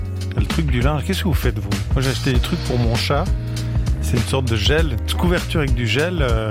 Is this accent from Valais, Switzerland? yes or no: yes; Monthey, Valais, Switzerland; Montais, en Valais.